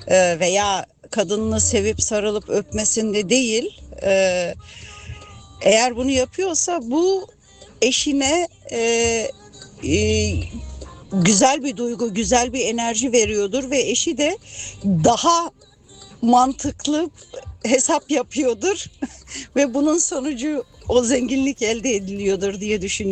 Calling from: Frankfurt, Hesse, Germany; Merhaba Türkan, ben Frankfurt'tan, iyi yayınlar.

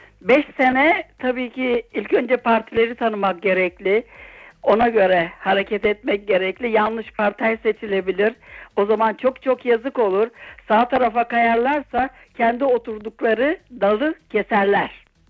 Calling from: Bremen, Germany; Bremen'den arıyorum sizi.

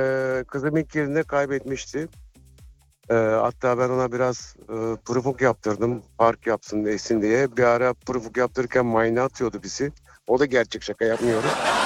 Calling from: Thrace, Turkey; Abi ben Trakyalıyım be ya.

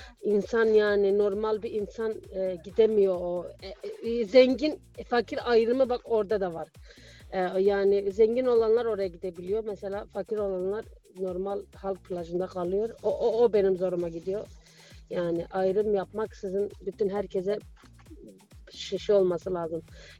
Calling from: Frankfurt, Hesse, Germany; ben, Frankfurt'tan.

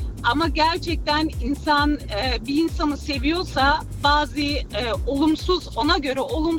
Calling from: Stuttgart, Baden-Württemberg, Germany; Stuttgart'tan.

